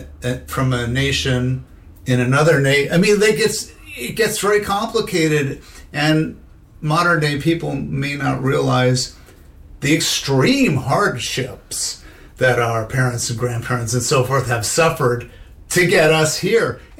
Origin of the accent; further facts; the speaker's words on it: United States; as an American